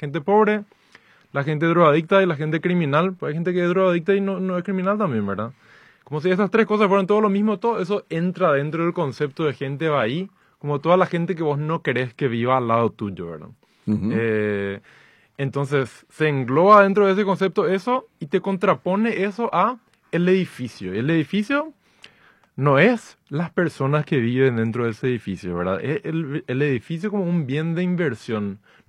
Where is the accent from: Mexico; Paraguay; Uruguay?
Paraguay; Asunción; somos los asuncenos que vivimos en esta ciudad.